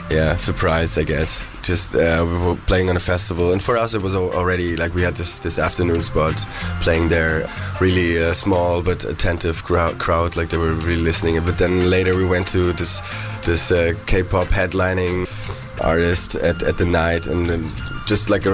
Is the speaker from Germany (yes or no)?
yes; Berlin, Germany; moved away as an adult; No, I grew up in Berlin and went to Holland, to Den Haag, to study there. And there we met Pascal.